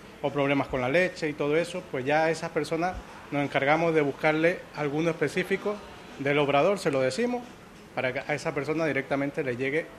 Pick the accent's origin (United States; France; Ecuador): Ecuador; born there; Sí, yo soy nacido en Ecuador.